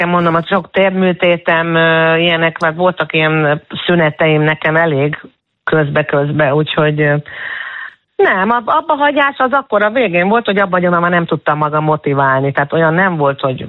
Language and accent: Hungarian; Hungary; moved away; also born or lived in Austria; magyar is vagyok, azóta is soha nem mondtam le magyar, mind a kettő a szívemben van, a himnusz pedig az osztrák himnusz szólt, de ugyanúgy benne van az én egész életem, aminek akkor nagy része Magyarországon zajlott